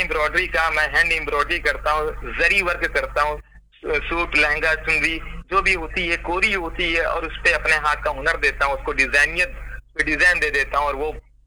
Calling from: Lucknow, Uttar Pradesh, India; मैं लखनऊ से हूँ

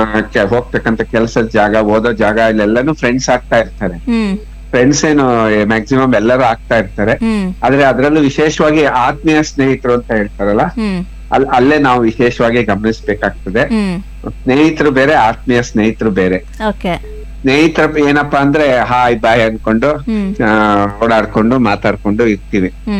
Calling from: Shivamogga, Karnataka, India; Vidyanagar, Shivamogga.

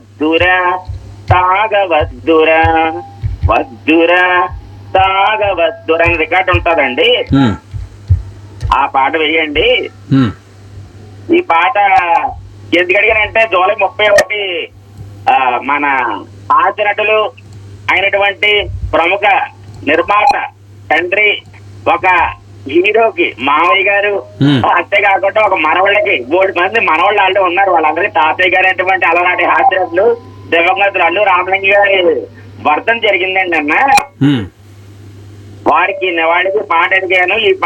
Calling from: Peddapuram, Andhra Pradesh, India; పెద్దాపురం నుంచి మాట్లాడుతున్నాను, తూర్పు గోదావరి జిల్లా అండి.

